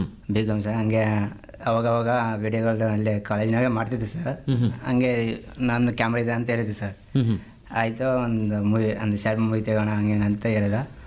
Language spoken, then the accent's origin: Kannada; Karnataka, India; ಹುಡುಗರು ಕಾಣಪುರ ಸರ್.